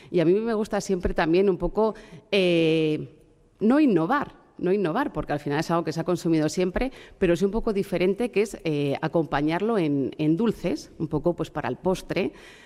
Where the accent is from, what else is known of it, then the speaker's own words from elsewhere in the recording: Spain; pues como buenos españoles lo consumimos todos los días